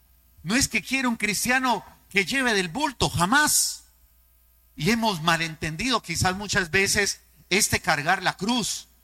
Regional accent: Cúcuta, Norte de Santander, Colombia; cuando yo soy santandereano cucuteño de esos de que no me sé rajar.

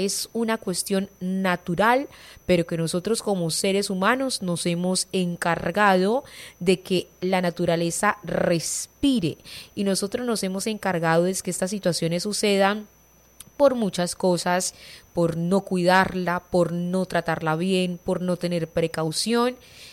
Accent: Colombia; como colombianos que somos

